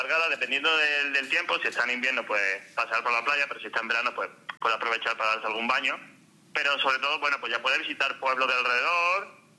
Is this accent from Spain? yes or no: yes; Málaga, Andalusia, Spain; me voy a incluir porque soy malagueño